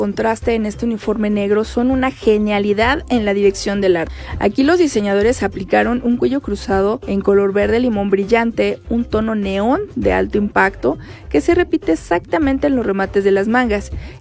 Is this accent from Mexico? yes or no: yes; Mexico; aquí somos y somos mexicanos, ¿no?